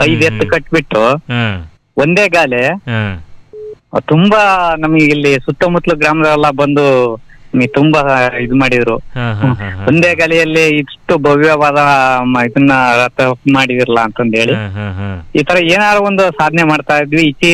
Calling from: Nyamathi, Karnataka, India

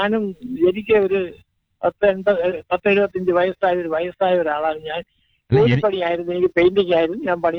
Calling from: Mundela, Kerala, India; ഞാൻ മുണ്ടേല.

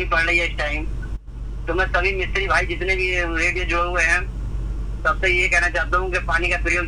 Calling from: Moradabad district, Uttar Pradesh, India; Sir मैं बोल रहा हूँ जिला मुरादाबाद पोस्ट बीजपुर थान तलबकपुर के पास ग्राम गोविंद खुर्द से।

